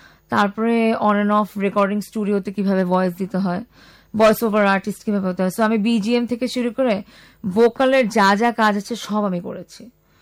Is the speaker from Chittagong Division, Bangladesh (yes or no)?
yes; Chandpur, Shahrasti, Chittagong Division, Bangladesh; now in Dhaka, Bangladesh; আমার বাড়ি হচ্ছে চাঁদপুর শাহরাস্তিতে, সেখানে চৌধুরী বাড়ি বললেই সবাই চেনে। আর চাঁদপুর সদরে যে বাড়িটা আছে সেটা হচ্ছে আলিমপাড়া।